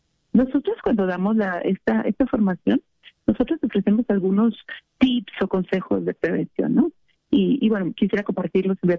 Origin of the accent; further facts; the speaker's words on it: Chihuahua, Mexico; moved away; Yo, por ejemplo, soy del norte, ahorita vivo aquí, pero soy del norte, soy de Chihuahua.